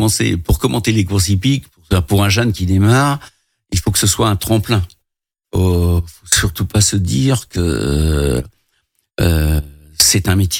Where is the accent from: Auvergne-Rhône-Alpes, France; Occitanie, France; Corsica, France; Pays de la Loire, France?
Pays de la Loire, France; Renazé; also born or lived in Craon; je suis grand renasé, je suis originaire de Renasé, je vivais à Cran, je jouais au foot à Cran